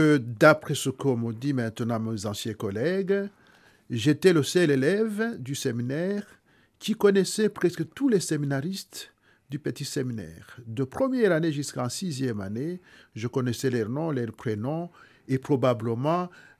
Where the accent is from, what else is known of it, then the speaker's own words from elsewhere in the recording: Rwanda; chez nous au Rwanda